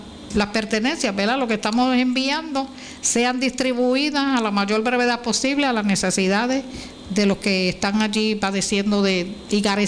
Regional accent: Puerto Rico; nosotros aquí en Puerto Rico

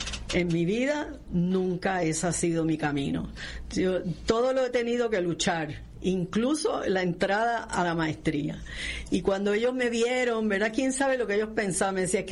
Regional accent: Puerto Rico; como todos los puertorriqueños, cuando vamos a estudiar a Estados Unidos o a donde sea, uno siempre tiene que ser el mejor. Porque eso, como somos de Puerto Rico, que es un poco una nacionalidad abstracta

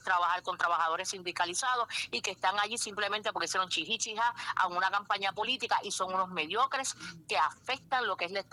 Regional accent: Puerto Rico; Nosotros somos los que realmente somos el motor de Puerto Rico

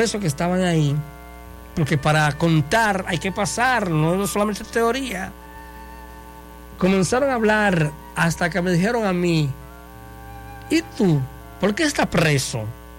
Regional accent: Dominican Republic; yo vengo desde República Dominicana y ando en vacaciones

